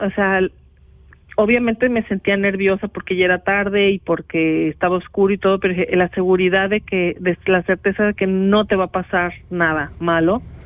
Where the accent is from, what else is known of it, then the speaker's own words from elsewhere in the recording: Mexico; moved away as an adult; now in Switzerland; Yo vengo de México, que es un país que es maravilloso, es precioso, tiene muchísima cultura, tiene cosas bellísimas